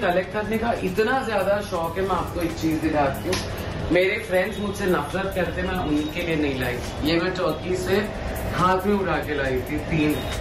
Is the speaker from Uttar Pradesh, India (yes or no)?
no; Kolkata, West Bengal, India; मेरा जन्म कलकत्ता में हुआ था, मैंने वहाँ पे स्कूलिंग कंप्लीट की थी। उसके बाद हम लोग बॉम्बे आ गए थे